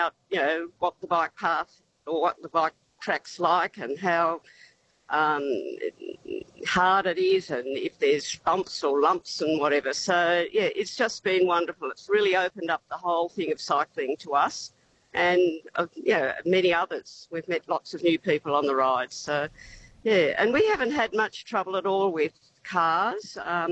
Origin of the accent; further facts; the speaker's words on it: Kendal, New South Wales, Australia; because there's not many bike paths around Kendal, we're both from Kendal, we've joined the group from Port Macquarie